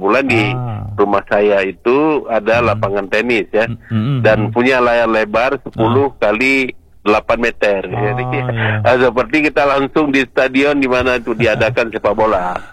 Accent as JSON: {"language": "Indonesian", "region": "Aceh", "country": "Indonesia", "said": "Saya kira kita Aceh"}